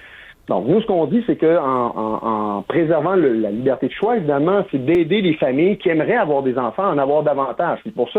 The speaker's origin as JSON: {"language": "French", "region": "Quebec", "country": "Canada"}